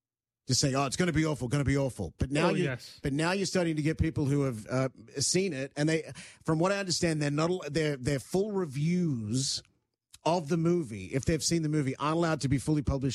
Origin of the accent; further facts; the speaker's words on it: Australia; moved away as an adult; Because I grew up in Australia before moving here when I was in my late 20s.